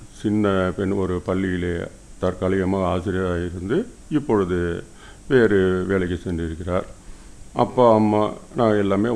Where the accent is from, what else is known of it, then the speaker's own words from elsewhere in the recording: Kidarangondan, Tamil Nadu, India; எனது சொந்த ஊர் திருவாரூர் மாவட்டம் கடாரங்கொண்டான்.